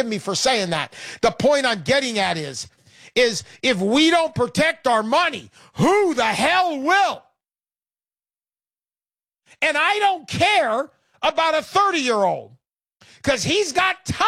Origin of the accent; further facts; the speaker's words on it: California, United States; Southern California.